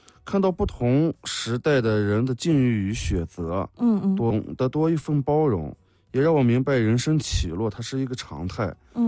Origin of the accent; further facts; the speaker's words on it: Inner Mongolia, China; now in Yulin, China; 我从小生活在内蒙古，身边到处都是民俗文化，就是耳濡目染。